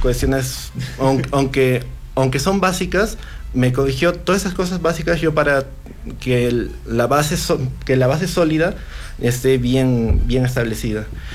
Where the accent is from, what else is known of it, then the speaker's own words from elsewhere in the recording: Juliaca, Puno, Peru; moved away as an adult; Yo soy de Juliaca. Soy yo originario de Juliaca. Empecé tocando en Juliaca y bueno, en el año 2023 me mudé acá y ahora estoy empezando esta nueva vida acá.